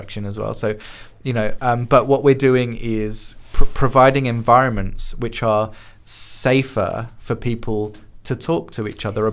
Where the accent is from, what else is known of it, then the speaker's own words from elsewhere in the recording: Nottingham, East Midlands, United Kingdom; I got a little bit of that where I grew up in Nottingham.